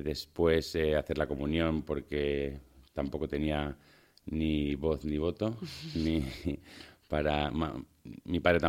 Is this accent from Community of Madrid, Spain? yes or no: yes; Madrid, Community of Madrid, Spain; born there; Porque yo nací en Madrid, aunque mi familia viene del norte, de Bilbao, y las raíces de mi madre también son del norte. Siempre hemos tenido la familia, la base en Madrid.